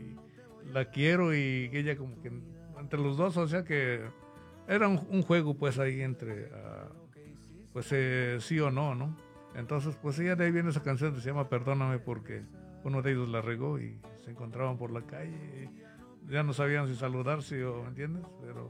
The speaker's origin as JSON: {"language": "Spanish", "region": "Guerrero", "country": "Mexico", "tie": "born or raised there", "moved": "yes", "lives_now": "California, United States", "said": "originario del estado de Guerrero, y pues radicando aquí en California ya de un buen rato"}